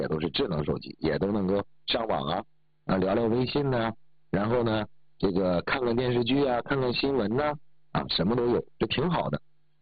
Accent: Heilongjiang, China; moved away; 我们老家是个小镇子嘛，要从这个小镇子里面坐火车啊，坐3个小时，就慢的是3个小时，快的是2个小时。

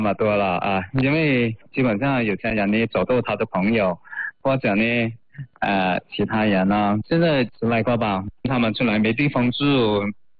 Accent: China; 现在我们不但接待我们中国人，还有那些他们本地人了哦

